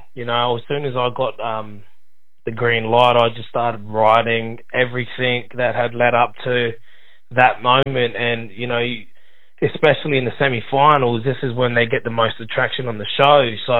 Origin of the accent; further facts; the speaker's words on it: Darwin, Northern Territory, Australia; I'm born and raised in Darwin, NT. My mom's based out in Litchfield, which is a Maranangu clan. I'm 23 years old